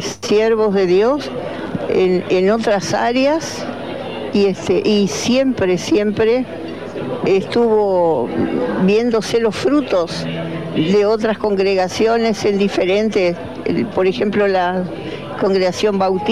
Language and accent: Spanish; Uruguay; como uruguayos tenemos que hacer lugar para todos